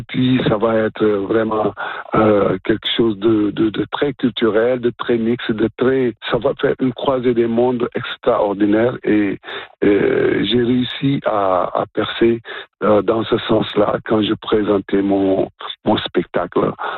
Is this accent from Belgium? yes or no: no; Ontario, Canada; Et c'était, je suis vraiment content d'être comme citoyen franco-ontarien, vraiment.